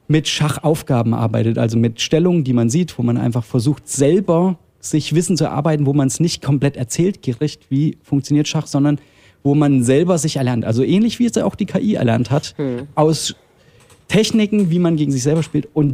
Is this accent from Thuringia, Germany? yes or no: yes; Thuringia, Germany; Da sind wir natürlich als Thüringer, halten wir alle zusammen